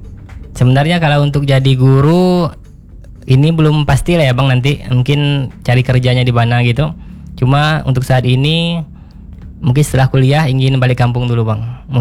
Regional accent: Sintang, West Kalimantan, Indonesia; now in Pontianak, Indonesia; Kecil dari Sintang, tepatnya di Kecamatan Serawai, Bang.

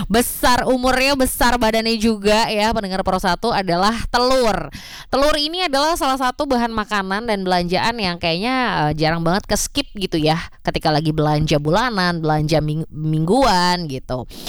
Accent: North Sumatra, Indonesia; Saya ini orang Batak, tapi saya suka sekali loh makan pempek.

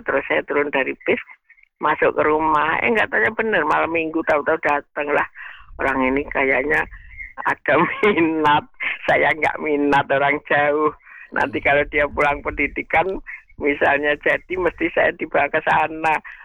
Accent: Makassar, South Sulawesi, Indonesia; Oh, berarti bukan orang Semarang ya? Iya, saya dari Makassar.

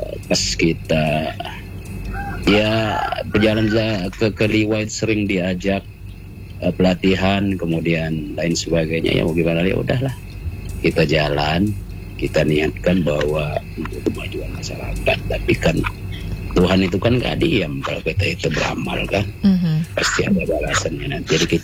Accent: Lampung, Indonesia; Orang kita memang asli orang Lampung sini.

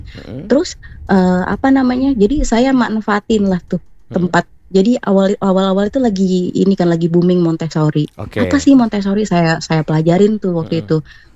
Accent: Dumai, Riau, Indonesia; born there; Aslinya aku itu orang Melayu, jadi aku tuh lahirnya di Dumai, ya pindah-pindah.

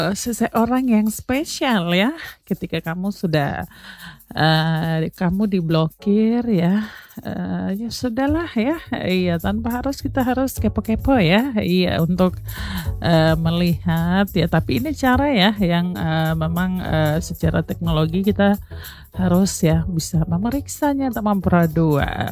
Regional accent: Merauke, South Papua, Indonesia; Iya, kita orang Merauke bilang kalau dia seblokir ya sudah terserah dia, ngapain juga kita mau kepo-kepo ya.

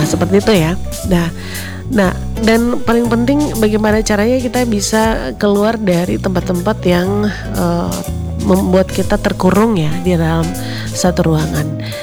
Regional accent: Palu, Central Sulawesi, Indonesia; kita orang Palu

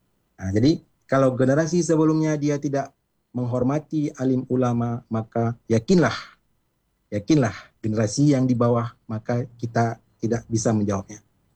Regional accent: Aceh, Indonesia; kita orang Aceh

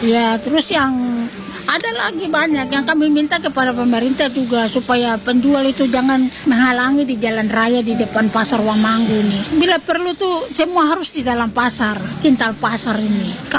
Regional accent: Papua, Indonesia; Yang penting kita orang Papua yang beli-beli itu sama rugi.

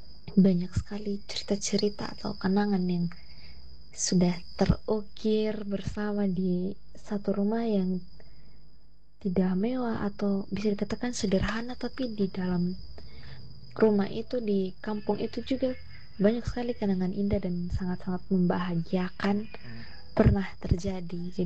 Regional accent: Manggarai, East Nusa Tenggara, Indonesia; Kalau di kampung saya sendiri tuh ada namanya rumah adat Todo atau Niang Todo.

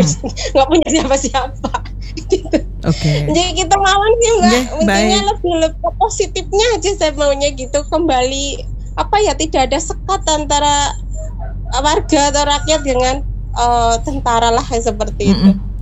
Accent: Cilacap, Central Java, Indonesia; Yang saya ini dulu semasa saya kecil di desa Pak, saya dari Cilacap.

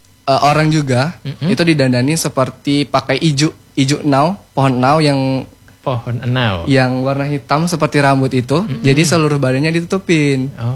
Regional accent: Kaur, Bengkulu, Indonesia; Kalau dari luar Bengkulu itu, balik lagi ke daerahku ya Bang. Ke Kaur itu ada satu tradisi itu unik sekali kalau menurut aku Bang.

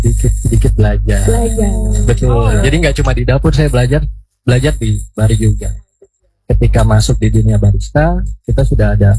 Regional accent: Jakarta, Indonesia; now in Biak, Indonesia; Betul. Saya dari Jakarta.

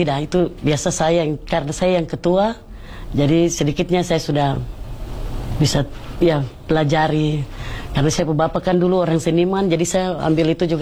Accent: Papua, Indonesia; Tapi kalau untuk ini kan sudah, ini sudah umum ini untuk kami orang Papua.

